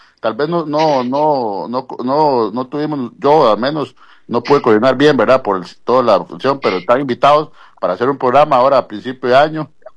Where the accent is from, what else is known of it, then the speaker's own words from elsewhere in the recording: Sarapiquí, Heredia, Costa Rica; Nosotros no somos de Heredia, Heredia es de nosotros.